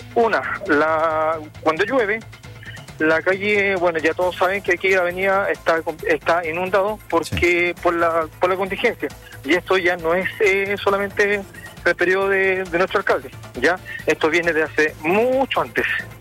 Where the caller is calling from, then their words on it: Concepción, Biobío, Chile; Yo estoy acá en la Villa Loero de la Concepción.